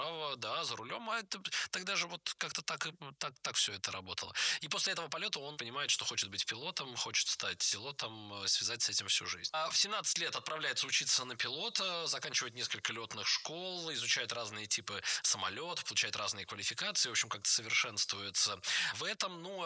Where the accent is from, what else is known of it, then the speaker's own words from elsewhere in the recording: Nizhny Novgorod, Nizhny Novgorod Oblast, Russia; born there; я, как человек, родившийся в Нижнем Новгороде, как нижегородец